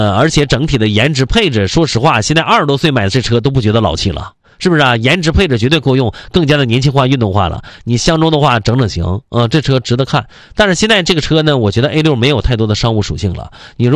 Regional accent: Jilin, China; 咱吉林省去年6月25号置换补贴结束的

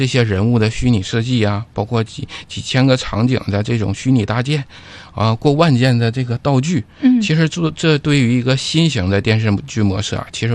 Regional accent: Jilin, China; 我们作为东北人啊，尤其是吉林人

